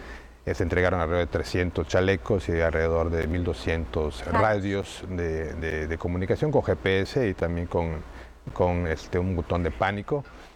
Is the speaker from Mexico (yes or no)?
yes; Mexico